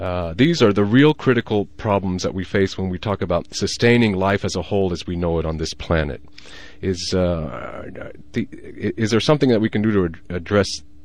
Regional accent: İzmir, Turkey; moved away; when I grew up in Turkey

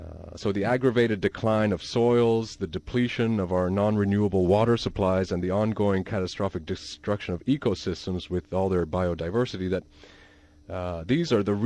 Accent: İzmir, Turkey; I know that when I grew up in Turkey, as I mentioned in my opening remarks

